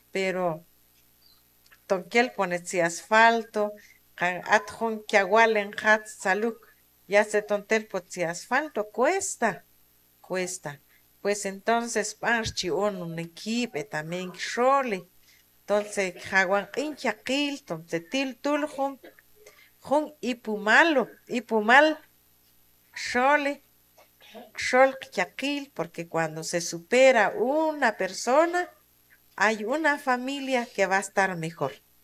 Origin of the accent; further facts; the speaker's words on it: Guatemala; Ya que soy guatemalteco